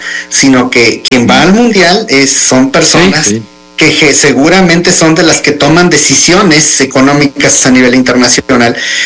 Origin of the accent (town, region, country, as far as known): Mexico